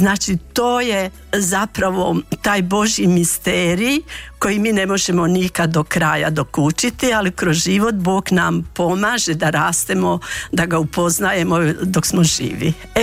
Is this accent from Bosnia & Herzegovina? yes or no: yes; Grabovica, Federation of Bosnia and Herzegovina, Bosnia & Herzegovina; Ja sam rođena u Grabovici, znači općina Tomislavgrad.